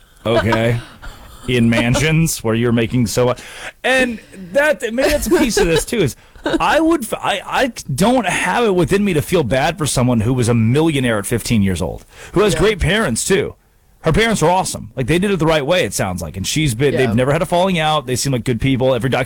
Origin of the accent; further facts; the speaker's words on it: the South, United States; I'm from a different South. I'm from Dry County South, where if you did alcohol, you were going to hell.